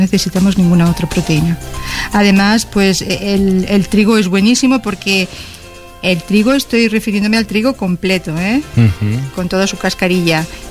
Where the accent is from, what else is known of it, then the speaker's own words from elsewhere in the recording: Andalusia, Spain; moved away; soy andaluza